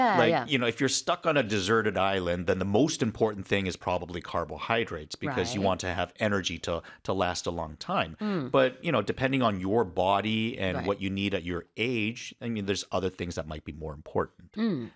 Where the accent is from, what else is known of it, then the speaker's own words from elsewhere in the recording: Canada; now in South Korea; growing up in Canada